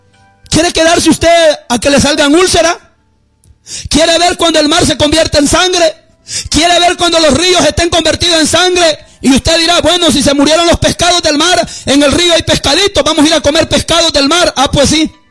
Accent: El Salvador; ¿Cuántos cristianos en mi país, El Salvador, está siendo engañado?

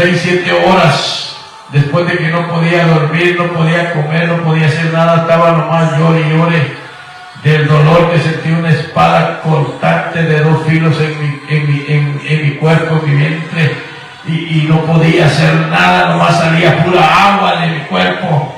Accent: Guatemala; now in Houston, United States; mis hermanos allá en Guatemala, mi tierra natal. Les mandamos un cordial saludo desde aquí de Houston, Texas.

